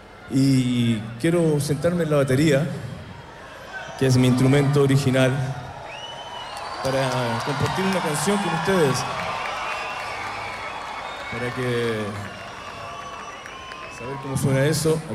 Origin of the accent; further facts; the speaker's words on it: Santiago, Santiago Metropolitan Region, Chile; en nuestro barrio, en La Pobla, en San Miguel, de donde soy.